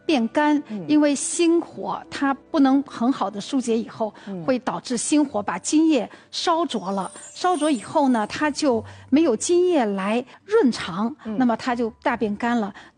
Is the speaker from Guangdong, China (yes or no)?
no; Zhejiang, China; 小时候因为我是在浙江南方长大，栀子花呢在我的老家，这个在院前屋后，可能每家都会种的有那么一颗两颗的这个栀子花